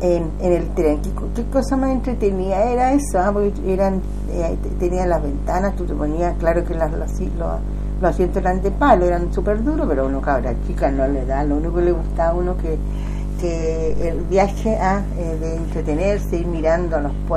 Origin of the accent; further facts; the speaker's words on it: Chile; este 18 y 19 de septiembre, que es una de las fiestas más importantes como chileno.